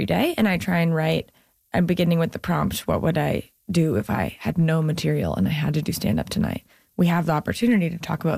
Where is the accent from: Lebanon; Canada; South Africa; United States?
Canada; I'm so grateful that I grew up comedically in Canada